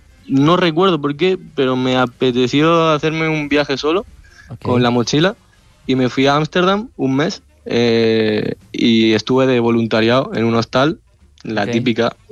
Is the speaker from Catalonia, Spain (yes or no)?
yes; Terrassa, Catalonia, Spain; Yo soy de Tarrasa.